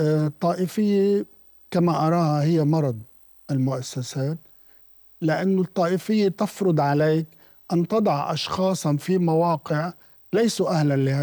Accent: Beirut, Beirut Governorate, Lebanon; also born or lived in Kuwait; انتقلنا من الكويت ببداية طفولتي يعني لحد 6-7 سنين، وثم عاد من الكويت وسكن في بيروت. يعني نحن لم نسكن بصورة مستمرة في جنوب لبنان.

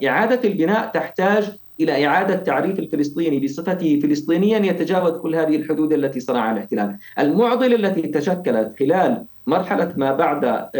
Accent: Palestine; أن نتحدث الآن كفلسطينيين

